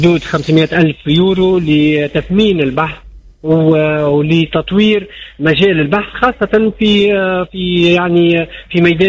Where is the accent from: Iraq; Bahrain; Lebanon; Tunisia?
Tunisia; المساهمة متاعنا كتونسيين